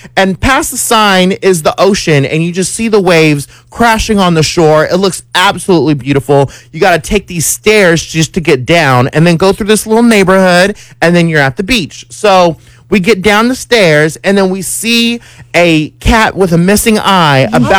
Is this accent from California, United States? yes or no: no; Dallas, Texas, United States; I said, yeah, because I'm from Oak Cliff.